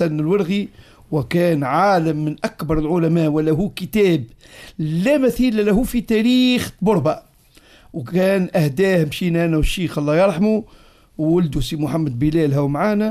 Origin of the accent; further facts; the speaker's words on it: Tunisia; احنا عندنا في تونس